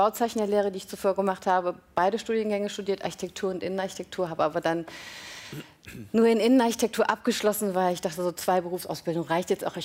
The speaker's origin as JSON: {"language": "German", "region": "Westerwald", "country": "Germany", "tie": "born there", "said": "Nein, wir hatten so ein kleines Dorf. Ich bin halt wirklich auf dem Land groß geworden"}